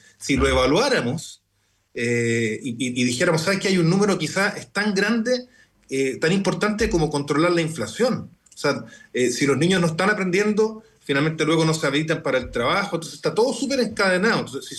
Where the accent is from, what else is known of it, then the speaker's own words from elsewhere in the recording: Chile; somos los chilenos y chilenas, quienes vivimos acá